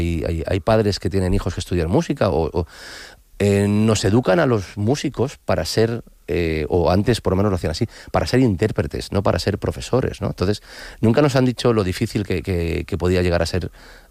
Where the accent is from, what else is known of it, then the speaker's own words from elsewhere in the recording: Valencian Community, Spain; venimos de Valencia, Naranjos, mi familia tenía tierras con Naranjos.